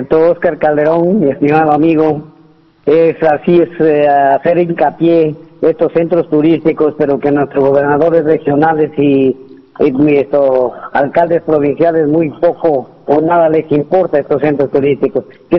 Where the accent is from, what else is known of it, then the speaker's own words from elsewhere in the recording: Chota, Cajamarca, Peru; born there; also born or lived in Huánuco, Peru; now in Utcubamba, Peru; en mi tierra natal, Chota, y gracias, agradezco también a la provincia de Ucubamba, esta tierra generosa que me dio acogida, creo que en Amazonas, y me siento un amazonense